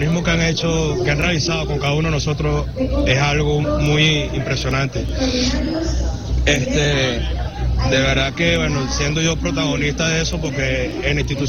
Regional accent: Maturín, Monagas, Venezuela; Yo soy de Maturín

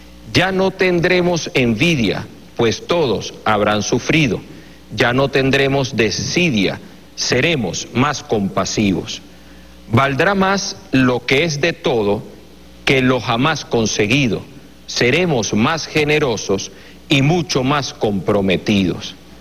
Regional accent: Venezuela; somos venezolanos y estamos, como tú bien lo dijiste ahorita, finalizando tu participación, montados en un mismo barco, montados en una misma realidad.

